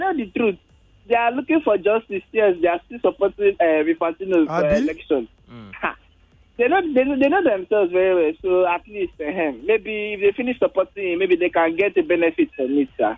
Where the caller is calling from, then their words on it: Lagos, Nigeria; calling from Lagos.